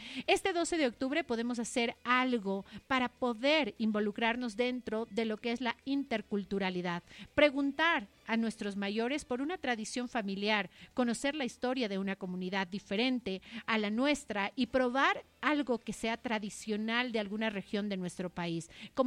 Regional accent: Ecuador; nosotros, como ecuatorianos

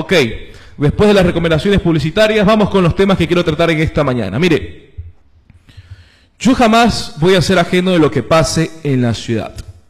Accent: Manta, Manabí, Ecuador; Quienes somos originarios de Manta

